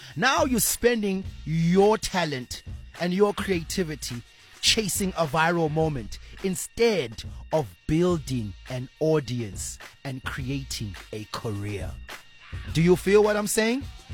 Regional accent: South Africa; I'm from South Africa

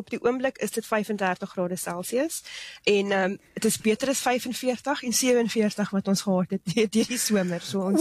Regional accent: Port Elizabeth, Eastern Cape, South Africa; moved away as an adult; also born or lived in Johannesburg; ek is oorspronkelijk van die Ooskaap af, Port Elizabeth.

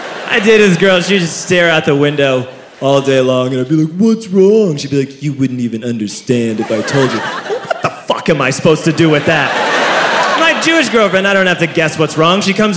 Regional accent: Ireland; You know, I'm Irish, and Irish people, they don't tell you a thing.

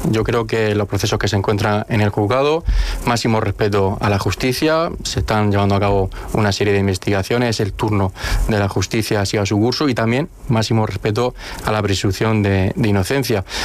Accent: Spain; como todo español, pues muy orgulloso de ser español y contento.

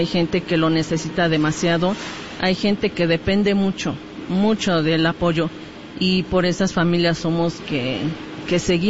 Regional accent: Patria Nueva, Puebla, Mexico; Nosotros venimos de la comunidad de Patria Nueva, pertenece a la zona de Valsequillo, Puebla.

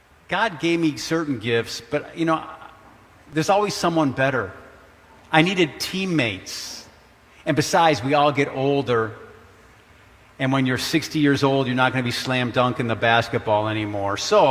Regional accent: Detroit, Michigan, United States; but I grew up in Detroit. I like basketball.

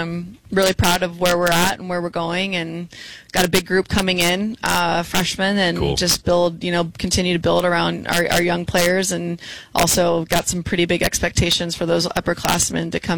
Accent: the Bay Area, California, United States; moved away; I'm from the Bay, so I had to make a Bay trip

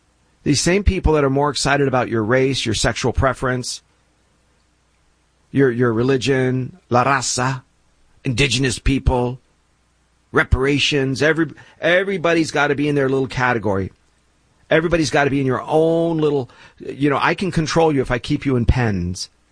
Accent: Los Angeles, California, United States; born there; I don't live in the city of Los Angeles. I love it. I was born in Hollywood. You can't beat that. Can't be more LA.

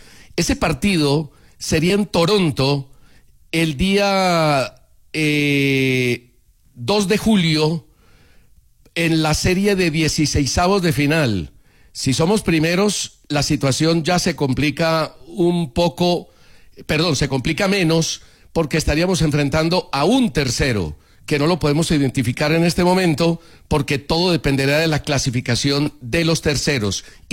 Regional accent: Colombia; Y usted ya conoce cómo somos los colombianos.

